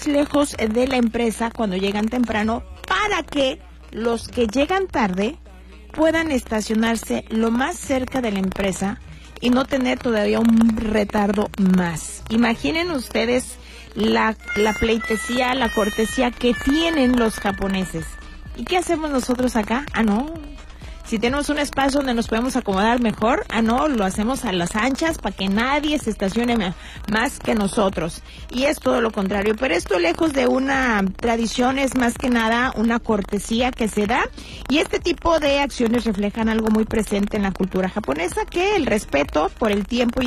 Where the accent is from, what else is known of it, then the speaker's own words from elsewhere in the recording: Mexico; nosotros que en este caso pues somos mexicanos?